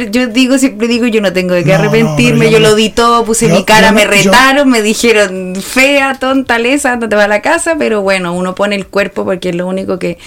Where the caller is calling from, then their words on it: Chile; yo también soy chilena y sabe que yo no me levanto nada, es cierto. Y mi abuelita también era chilena y mi papá también era chileno